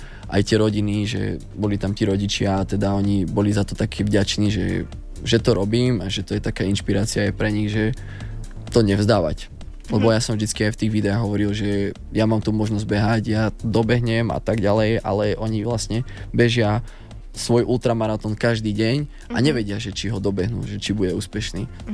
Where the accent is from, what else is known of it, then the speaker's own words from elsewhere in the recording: Žilina Region, Slovakia; u nás na Kysuciach